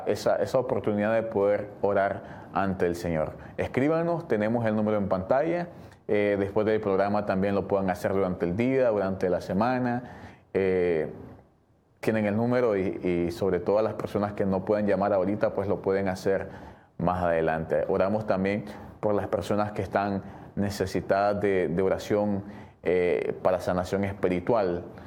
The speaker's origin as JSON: {"language": "Spanish", "country": "Nicaragua"}